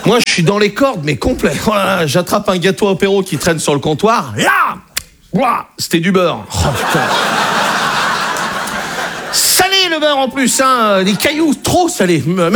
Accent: Brittany, France

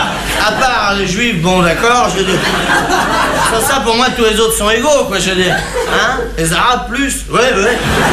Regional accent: France; Les français c'est des cons, ouais, bah, je suis bien blasé, hein, je suis français.

